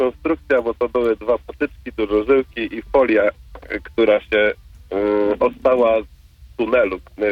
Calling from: Sochaczew, Masovian Voivodeship, Poland

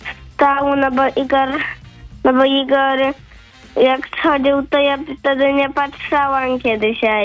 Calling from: Kotla, Lower Silesian Voivodeship, Poland

